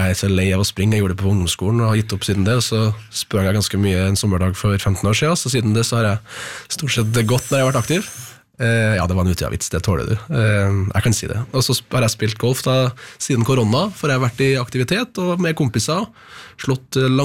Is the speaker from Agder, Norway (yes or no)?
no; Trøndelag, Norway; Jeg var hjemme i Trøndelag hos søstra mi og hennes barn og bestemor og bestefar.